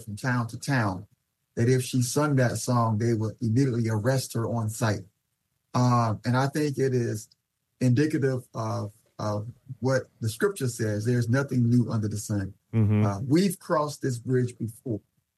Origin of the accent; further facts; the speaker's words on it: Florida, United States; I'm from the South, and Florida, believe it or not, at one time, Florida had more of an egregious lynching reputation than Mississippi.